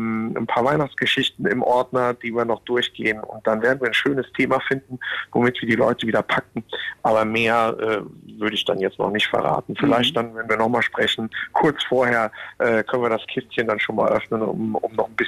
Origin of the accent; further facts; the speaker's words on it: Cologne, North Rhine-Westphalia, Germany; Und dementsprechend verleugnen wir dann natürlich nicht unsere kölsche Seele und das kölsche Gefühl.